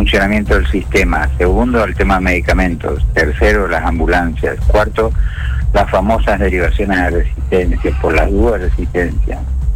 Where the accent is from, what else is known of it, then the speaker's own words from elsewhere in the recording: Misiones, Argentina; now in Chaco, Argentina; en realidad yo no soy chaqueño, yo soy misionero